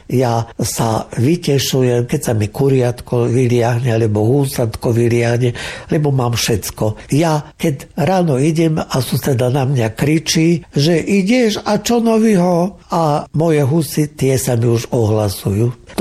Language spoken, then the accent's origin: Slovak; Plachtince, Banská Bystrica Region, Slovakia; u nás na Plachtencach nie máme len, u nás je všetky nejaké spoluhláske. U nás všetko je tam, či je to B, či je to M.